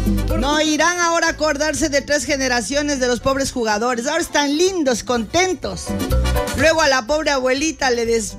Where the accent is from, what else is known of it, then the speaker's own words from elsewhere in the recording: Ecuador; Que soy ecuatoriana al 1000.